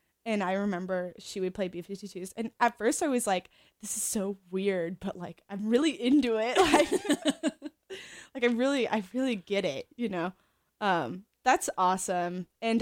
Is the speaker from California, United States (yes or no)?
no; Arizona, United States; because I'm from Arizona originally